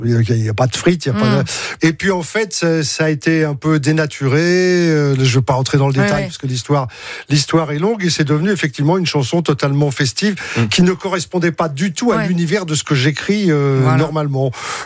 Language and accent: French; Paris, Île-de-France, France; Moi, je suis un parigot.